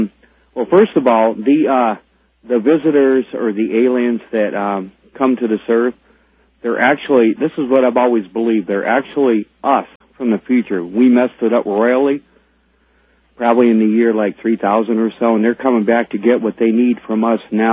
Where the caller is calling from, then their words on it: Tucson, Arizona, United States; I'm calling from Tucson, Arizona.